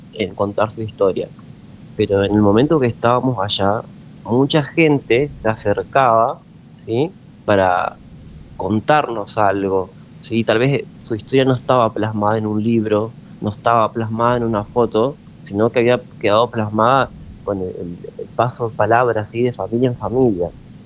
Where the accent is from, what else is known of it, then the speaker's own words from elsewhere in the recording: Calchaquí, Santa Fe, Argentina; born there; yo fui nacido en Calchaquí, a 100 kilómetros de San Justo.